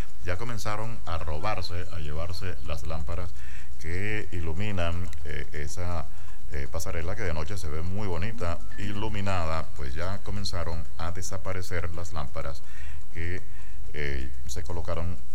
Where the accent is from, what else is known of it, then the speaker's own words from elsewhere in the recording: Caripito, Monagas, Venezuela; born there; now in Maturín, Venezuela; yo como caripiteño, a mí me llegan muchos mensajes de mi pueblo